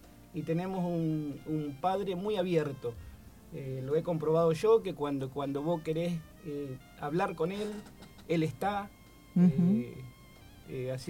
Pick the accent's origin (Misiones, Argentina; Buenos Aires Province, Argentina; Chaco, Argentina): Chaco, Argentina; now in San Lorenzo, Argentina; Yo soy del Chaco.